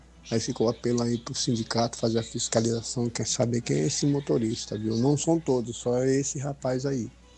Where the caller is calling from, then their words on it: São Luís, Maranhão, Brazil; morador do bairro Mata de Itapera.